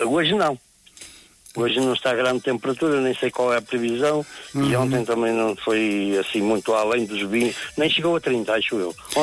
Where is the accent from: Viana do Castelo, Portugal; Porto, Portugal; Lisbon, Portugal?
Viana do Castelo, Portugal; now in Bragança, Portugal; nascido e criado em FIF.